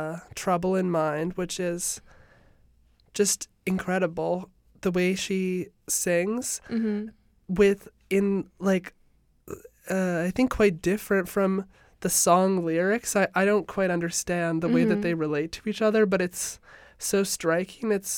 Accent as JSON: {"language": "English", "town": "Vancouver", "region": "British Columbia", "country": "Canada", "said": "I'm from Vancouver originally, as you may have guessed."}